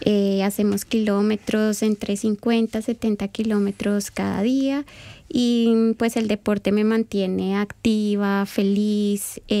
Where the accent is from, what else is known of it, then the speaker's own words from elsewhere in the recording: Colombia; moved away; yo decía, soy colombiana, las personas no sabían